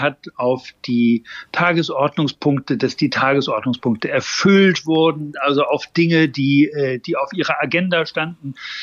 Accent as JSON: {"language": "German", "region": "Hamburg", "country": "Germany"}